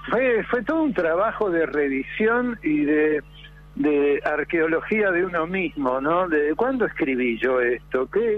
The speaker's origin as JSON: {"language": "Spanish", "region": "Buenos Aires", "country": "Argentina", "tie": "born or raised there", "said": "yo tengo 78, Víctor Hugo. Cuando yo era pibe, yo nací en Mataderos, en un barrio de calle de tierra, y nadie leía en el barrio."}